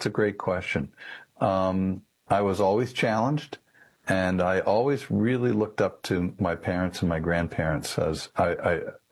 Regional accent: Allentown, Pennsylvania, United States; also born or lived in Philadelphia area; I was born in the Philadelphia area, but I grew up most of my childhood in Allentown.

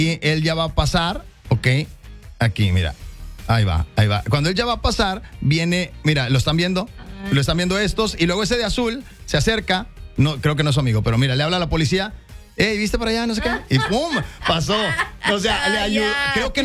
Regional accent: Mexico; obviamente somos mexicanos

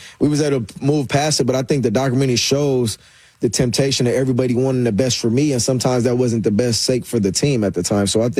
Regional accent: Los Angeles, California, United States; born or raised there

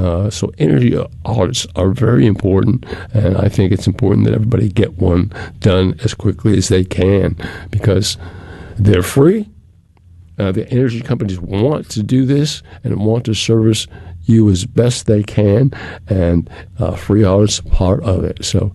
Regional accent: Massachusetts, United States; Just as I grew up in Massachusetts, I was accustomed to the cold.

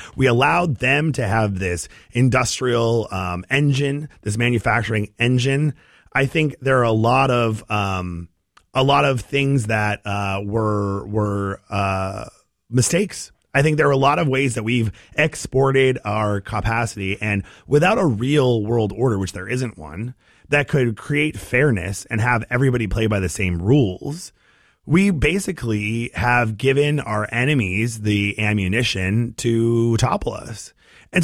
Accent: United States; also born or lived in Gorham (attended Gorham High School)

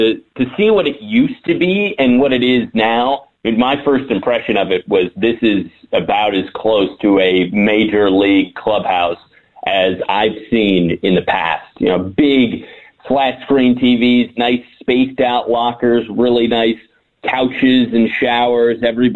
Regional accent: Chicago, Illinois, United States; also born or lived in Syracuse; now in Asheville, United States; I'm a Cubs fan. I was raised on the North Side.

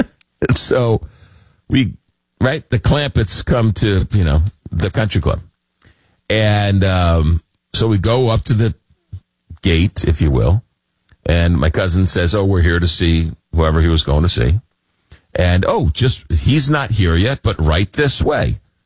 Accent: Long Island, New York, United States; growing up in Long Island, New York, as kids, we would always go to the Hamptons.

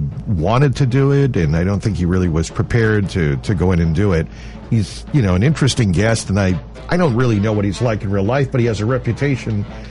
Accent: New South Wales, Australia; I'm from New South Wales.

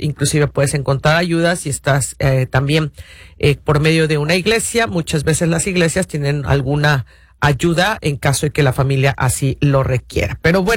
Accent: Mexico; moved away; En el caso de nosotros como mexicanos

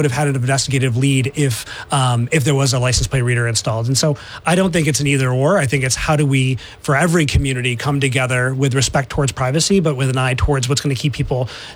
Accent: Syracuse, New York, United States; I'm from Syracuse, like we talked about a few minutes ago.

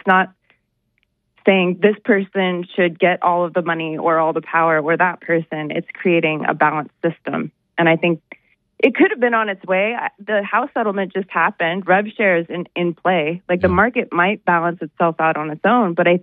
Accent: United States; as an American, as an Olympian, and as an athlete

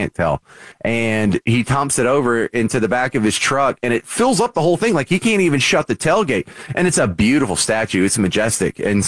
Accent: United States; as an American who is 1/4 Hispanic and 3/4 white

